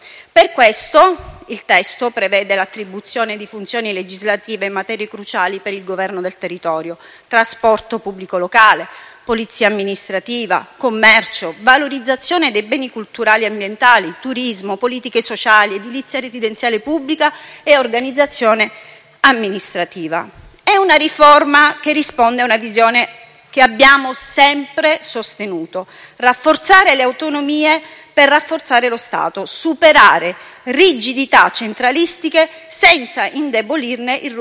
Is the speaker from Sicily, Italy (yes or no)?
yes; Sicily, Italy; la mia terra, Catania, Messina e Palermo